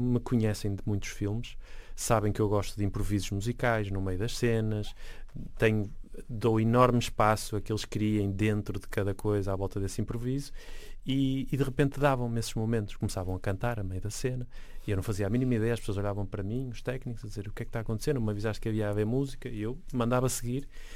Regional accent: Porto, Norte, Portugal; Eu sou do Porto, não é? Ou seja, eu cresci num modo de desenrasque.

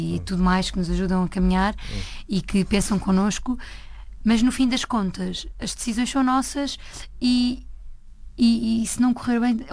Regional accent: Azeitão, Setúbal, Portugal; born or raised there; moved away as an adult

